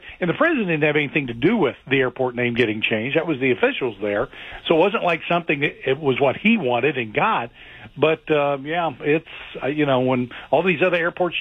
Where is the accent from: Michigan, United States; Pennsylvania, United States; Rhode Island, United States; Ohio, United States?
Ohio, United States; I'm from Ohio.